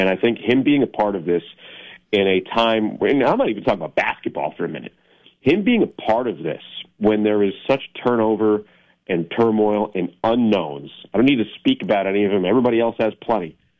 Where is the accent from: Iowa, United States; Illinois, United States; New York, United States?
New York, United States; I'm like, so I grew up in New York, and he just starts laughing.